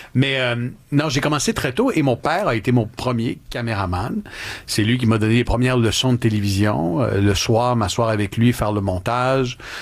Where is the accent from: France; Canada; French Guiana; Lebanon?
Canada; Montreal, Quebec; Non, mais moi, je viens de Rosemont.